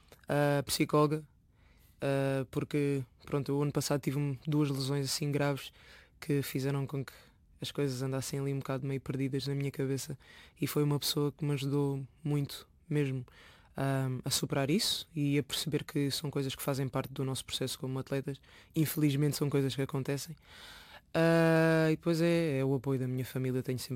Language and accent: Portuguese; Lisbon, Portugal; born there; As raízes portuguesas vêm muito diretamente da parte do pai. Pronto, eu nasci cá, nasci em Lisboa. Mas tenho muito mais contacto com o lado africano, porque eu cresci sempre só com a minha mãe, entre os meus familiares africanos